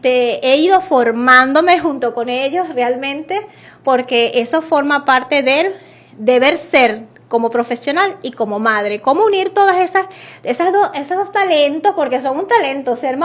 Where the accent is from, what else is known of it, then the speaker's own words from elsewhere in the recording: El Tigre, Anzoátegui, Venezuela; nuestra gente tigrense